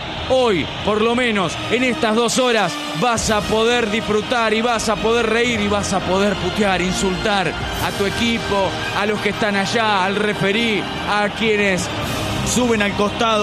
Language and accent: Spanish; Argentina; Porque somos eso, somos Argentina.